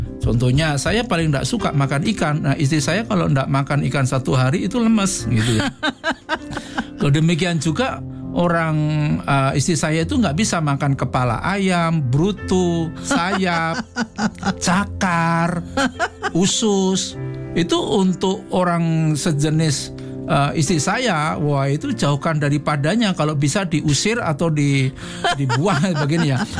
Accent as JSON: {"language": "Indonesian", "region": "Java", "country": "Indonesia", "said": "Ya, seperti saya dengan Ibu Oli, saya Jawa, Ibu Oli itu orang Ambon."}